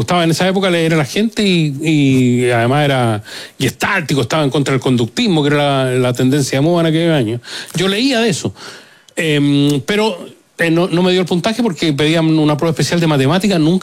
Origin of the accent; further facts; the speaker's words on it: Santiago, Santiago Metropolitan Region, Chile; born there; also born or lived in Talagante; Nací efectivamente en la clínica San Isidro, pero éramos talagantinos. Pero cuando nació mi hermana menor, somos 4, nos vinimos a Santiago. Y nos instalamos en una casona inmensa en Toesca, entre República y Avenida España.